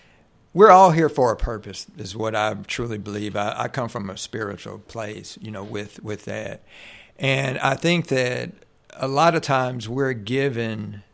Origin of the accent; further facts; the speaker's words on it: McCrory, Arkansas, United States; I grew up in McCrory, Arkansas, which is the Deltas.